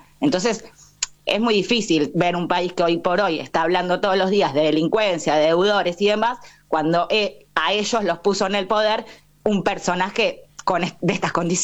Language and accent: Spanish; Argentina; A mí como argentina